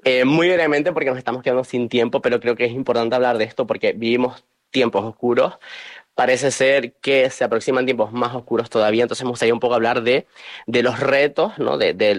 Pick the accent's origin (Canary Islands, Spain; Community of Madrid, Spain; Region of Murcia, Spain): Canary Islands, Spain; Bajamar; yo que soy de Bajamar